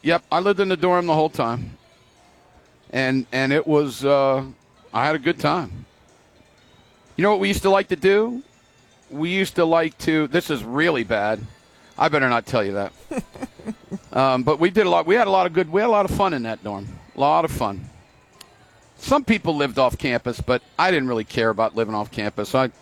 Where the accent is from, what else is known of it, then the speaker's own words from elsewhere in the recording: Maryland, United States; moved away as an adult; also born or lived in Stillwater, Oklahoma; I come from Maryland